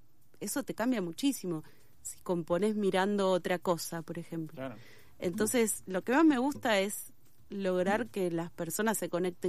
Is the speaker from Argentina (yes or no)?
yes; Morón, Buenos Aires Province, Argentina; born there; yo nací en Morón.